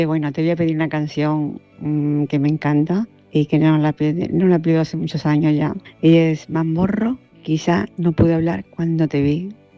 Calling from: Córdoba, Andalusia, Spain; de Córdoba.

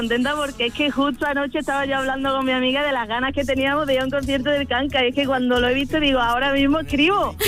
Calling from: Trigueros, Andalusia, Spain; Desde Triguero. Bueno, ahora mismo estoy trabajando, ahora mismo estoy en Sanlúcar la Mayor

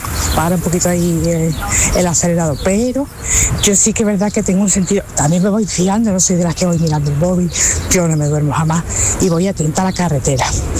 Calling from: Seville, Andalusia, Spain; de Sevilla.

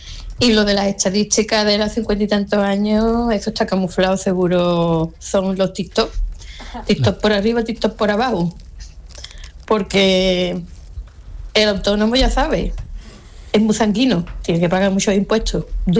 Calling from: Jerez de la Frontera, Andalusia, Spain; de Jerez de la Frontera, ya me he delatado.

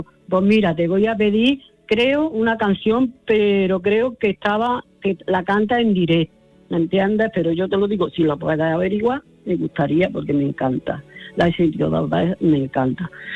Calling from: Córdoba, Andalusia, Spain; Hola, buenos días … de Córdoba.

